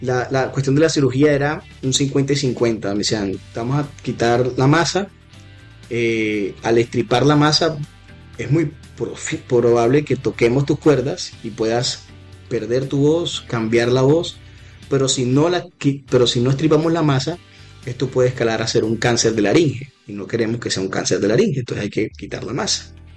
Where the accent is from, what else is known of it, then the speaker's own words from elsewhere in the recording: Santa Marta, Magdalena, Colombia; saben que soy de la costa, ya dije que soy de Santa Marta. Tenemos fama de ser bullosos y la fama es cierta.